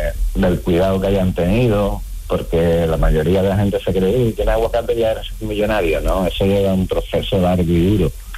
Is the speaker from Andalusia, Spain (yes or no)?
yes; San Fernando, Andalusia, Spain; yo soy de San Fernando, ¿tabes? Donde era …, las tortillitas de camarones